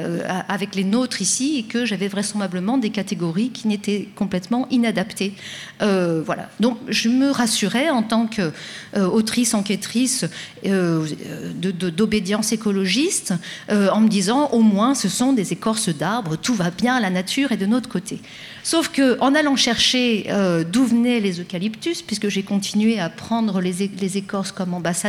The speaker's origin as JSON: {"language": "French", "country": "France", "also_born_or_lived": "Senegal", "moved": "yes", "said": "les modes de vie articulés que nous avions en tant que Français au Sénégal"}